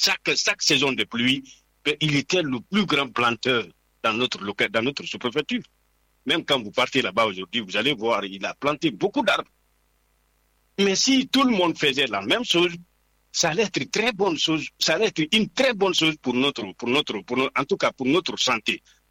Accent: Dinguiraye, Faranah, Guinea; born there; chez moi, à Dingiray. Quand le mois de mars arrive là-bas, personne ne peut sortir sous le soleil.

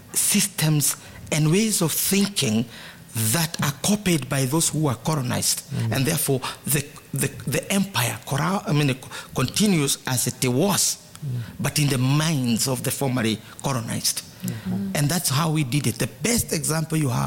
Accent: Kenya; But Kenyans are a product of a specific historical conjuncture. We are British.

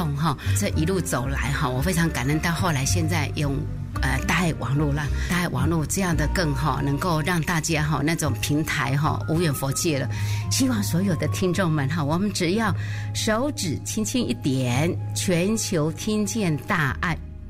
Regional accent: Taoyuan, Taiwan; 大家好，

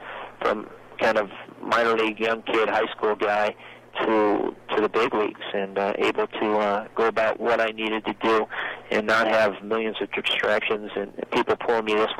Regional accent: Chicago Heights, Illinois, United States; born there; now in Los Angeles, United States; I was born in Chicago Heights, and in the late 60s, I loved all the Cubs.

